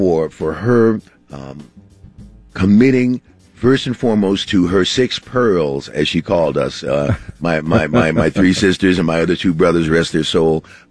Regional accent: New York, United States; growing up in New York, on the street corners, you know, on summer nights, you would hear doo-wop.

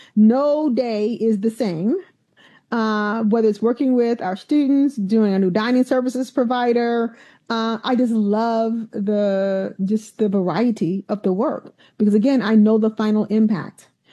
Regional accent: Alabama, United States; So when I was a little girl, like I said, growing up in the South in Alabama, my grandfather built our home that we had from bricks and old houses that had been torn down.

